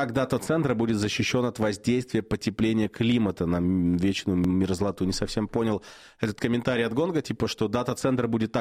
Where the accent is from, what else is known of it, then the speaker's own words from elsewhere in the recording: Vorkuta, Komi Republic, Russia; born there; я родился в Воркуте как раз-таки.